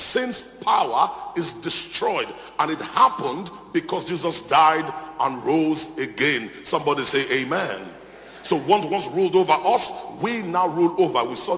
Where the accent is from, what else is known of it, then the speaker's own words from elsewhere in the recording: Nigeria; My wife is an American. I am Nigerian.